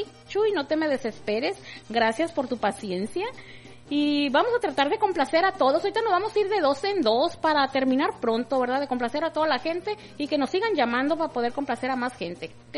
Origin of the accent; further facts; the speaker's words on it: Mexico; now in Central Valley, California, United States; Los que somos de México sabemos cuáles.